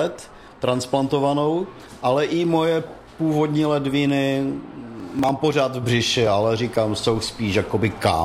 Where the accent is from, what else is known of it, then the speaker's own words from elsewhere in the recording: Frýdek-Místek, Moravian-Silesian Region, Czechia; Já jsem z Frýdku Místku.